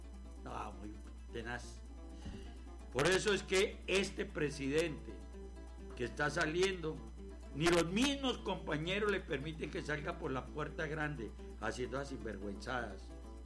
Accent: Colombia

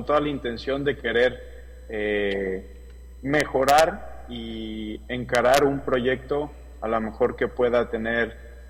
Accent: Puebla, Mexico; Yo soy de Puebla, cerca de la capital, a 2 horas.

